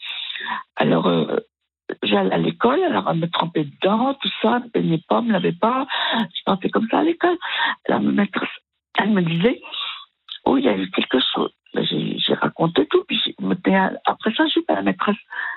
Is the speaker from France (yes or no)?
yes; Cosne-Cours-sur-Loire, Bourgogne-Franche-Comté, France; Ah oui, je suis née à Cône.